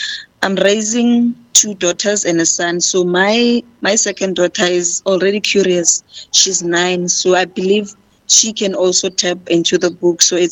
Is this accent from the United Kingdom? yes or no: no; North West Province, North West, South Africa; I'm born and bred in Makau in the Northwest Province.